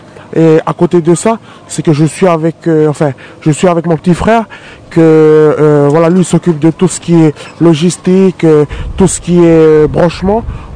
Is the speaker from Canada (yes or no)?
no; Lifou, Loyalty Islands Province, New Caledonia; Je suis originaire de Dokin.